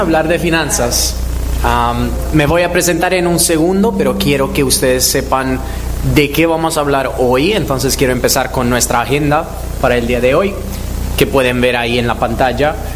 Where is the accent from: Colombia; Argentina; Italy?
Italy; moved away as an adult; now in United States; Yo soy italiano y llevo 10 años aquí en Estados Unidos. Desde cuando me mudé a Estados Unidos